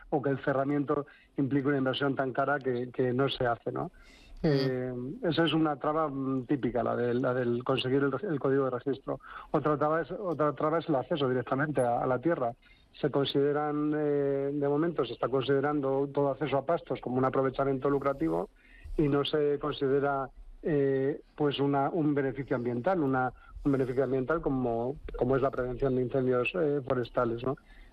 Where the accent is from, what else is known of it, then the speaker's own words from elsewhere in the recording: Valladolid, Castile and León, Spain; born there; moved away as an adult; now in Extremadura, Spain; yo soy hijo de migrantes, mis padres sí que vivieron en el campo y yo nací en una ciudad, en Valladolid, y bueno, pues mi intención era volver al pueblo de mi familia en cuanto pudiera.